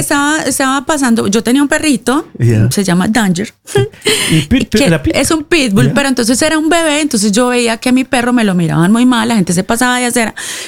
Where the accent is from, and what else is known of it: Colombia; now in Norway